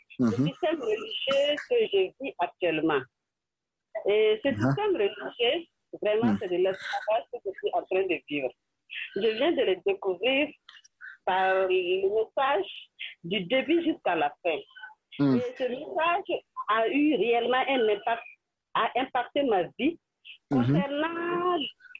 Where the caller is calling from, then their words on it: Burkina Faso; Ici, c'est le Burkina. J'appelle depuis le Burkina.